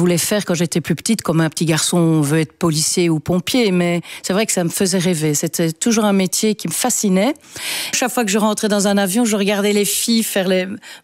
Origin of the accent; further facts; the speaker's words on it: Wallonia, Belgium; Bon, moi, je dis toujours que je suis Wallon connu, donc des WC